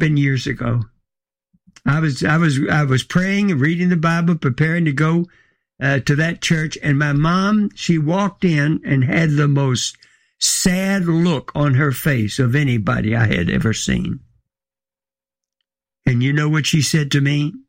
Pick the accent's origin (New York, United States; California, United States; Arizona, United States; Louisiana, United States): Louisiana, United States; Baton Rouge; moved away; I was invited in my hometown of Baton Rouge to preach.